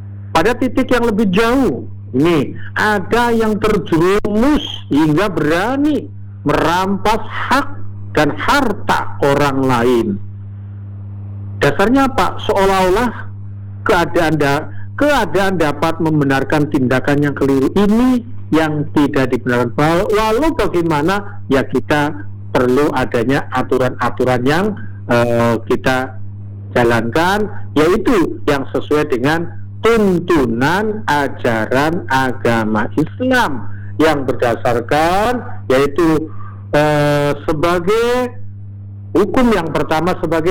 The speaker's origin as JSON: {"language": "Indonesian", "region": "Java", "country": "Indonesia", "said": "Artinya kalau kita orang Jawa sering dikenalnya dengan bulan Maulud."}